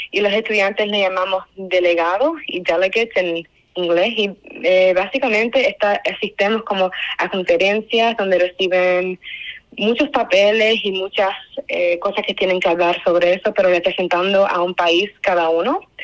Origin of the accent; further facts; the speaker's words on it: Alicante, Valencian Community, Spain; Bueno, yo nací en España, yo nací en Alicante, pero mis dos padres son cubanos.